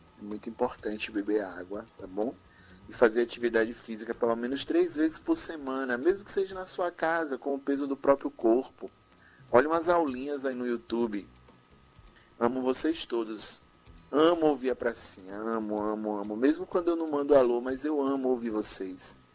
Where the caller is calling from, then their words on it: Canavieiras, Bahia, Brazil; nordestino como eu, nordestino raiz, isso aí.